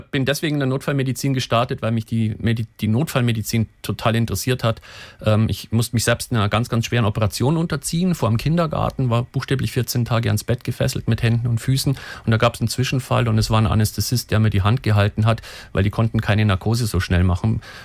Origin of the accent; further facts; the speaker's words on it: Bavaria, Germany; wir sind relativ schnell beim Du in Bayern